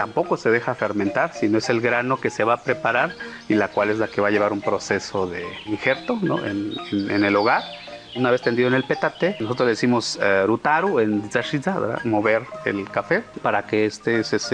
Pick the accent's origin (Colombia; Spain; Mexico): Mexico; Tanetze de Zaragoza, Oaxaca